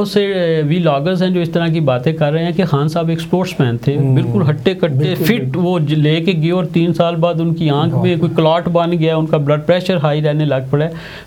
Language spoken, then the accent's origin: Urdu; Pakistan; میں نے کہا یار ہمارے لیے انڈین اور پاکستانی امبیسی میں کیا فرق رہ گیا, وہ بھی ہم تو پاکستانی ہیں نا اپنی امبیسی کو